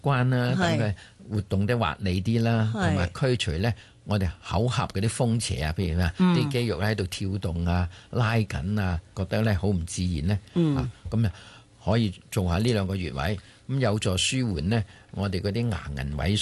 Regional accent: Guangdong, China; 我哋廣東人

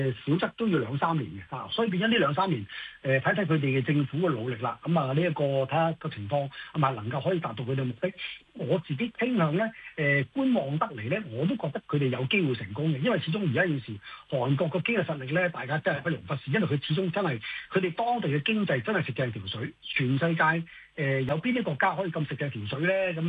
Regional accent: Hong Kong; 我哋作為香港人

